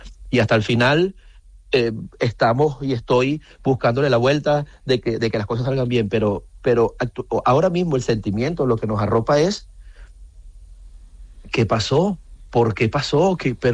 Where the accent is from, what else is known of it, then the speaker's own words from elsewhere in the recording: Venezuela; nosotros como venezolanos que somos